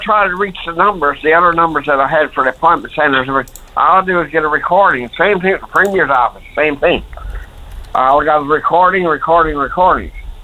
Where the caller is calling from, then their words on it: St. Lawrence, Newfoundland and Labrador, Canada; I'm calling from St. Lawrence.